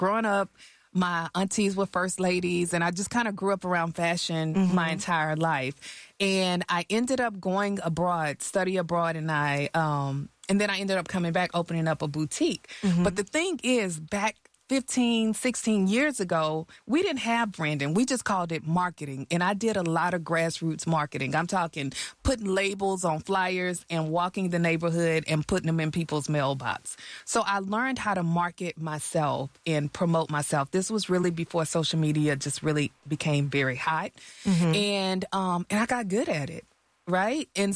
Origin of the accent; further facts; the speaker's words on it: Texas, United States; I was that homegirl from Harm Clark, Texas, where I grew up. The baby of the family, just a dreamer, always dreaming big.